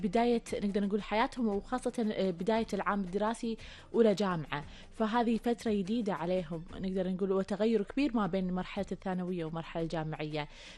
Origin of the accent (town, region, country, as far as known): Kuwait